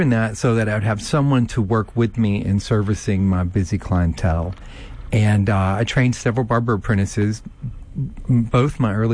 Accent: Sibley, Louisiana, United States; I am from Sibley, Louisiana.

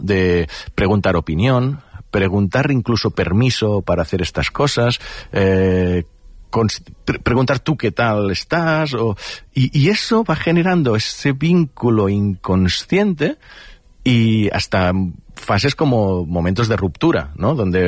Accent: Catalonia, Spain; Pues algunas cosas, mira que soy del Delta del Ebre, hay mosquitos, sí, cuando dejan de fumigar.

